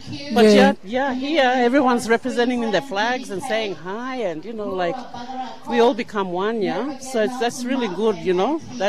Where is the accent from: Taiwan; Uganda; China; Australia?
Australia; Queensland; I'm from Torres Strait